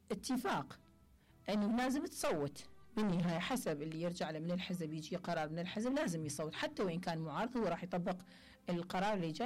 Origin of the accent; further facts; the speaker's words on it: Iraq; إحنا كلنا عراقيين